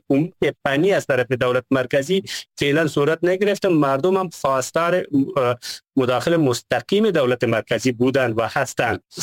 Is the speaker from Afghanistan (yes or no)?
yes; Parun, Nuristan, Afghanistan; born there; ما مثلا در اون سرزمین متولد شدیم، به خوشی اون مردم خوش هستیم، به ناراحتی اونا ناراحت میشیم. بعد خصوصا در تاریخ نورستان، خصوصا در تاریخ پارون، ما چنین فجایعی نداشتیم.